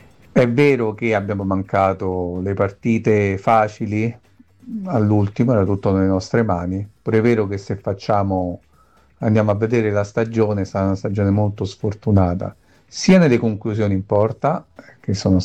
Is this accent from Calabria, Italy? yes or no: no; Rome, Lazio, Italy; born there; Sono nato a Roma